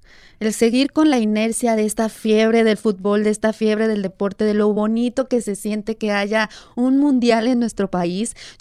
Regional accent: La Paz, Baja California Sur, Mexico; yo me acuerdo cuando era chiquita, yo vivía en La Paz, Baja California Sur, casi toda mi niñez

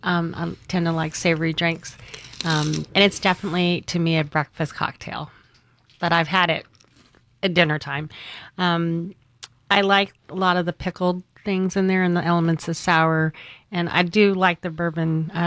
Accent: San Francisco, California, United States; I grew up in San Francisco, and Zuni Cafe had their famous Bloody Mary

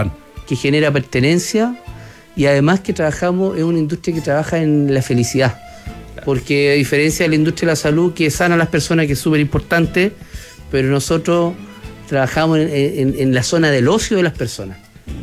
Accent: Chile; Yo cuando era niño, el único extranjero que vivía en mi pueblo era un boliviano

